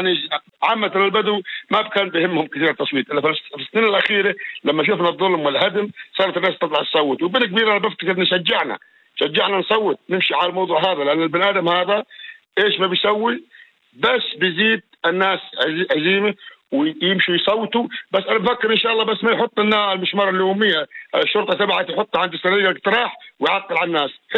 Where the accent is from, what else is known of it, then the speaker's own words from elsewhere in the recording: Southern District, Israel; حتى عندنا في النقب دخل من هالنوعية شوية.